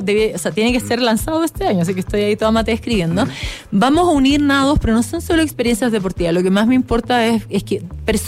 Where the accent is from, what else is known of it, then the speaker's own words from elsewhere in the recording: Chile; sigo siendo la única chilena que cruzó el Canal de la Mancha